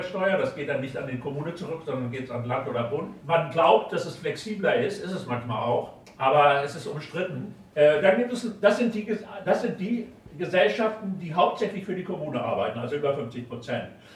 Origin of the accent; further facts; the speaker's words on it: Schleswig-Holstein, Germany; ich komme ja aus Schleswig-Holstein oben an der Küste